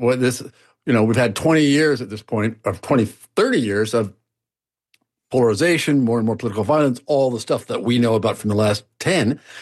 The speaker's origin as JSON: {"language": "English", "region": "Nebraska", "country": "United States", "said": "metro areas like Nashville and Memphis and Omaha, Lincoln in my home state and so forth."}